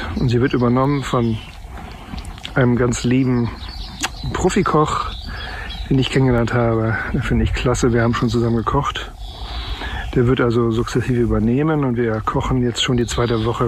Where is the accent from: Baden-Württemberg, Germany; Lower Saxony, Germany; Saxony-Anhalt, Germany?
Lower Saxony, Germany; Worpswede; now in List, Germany; Ich möchte euch mitteilen, dass ich zum Wochenende umziehe, zurück in meine Heimat nach Worpswede mitten im Teufelsmoor.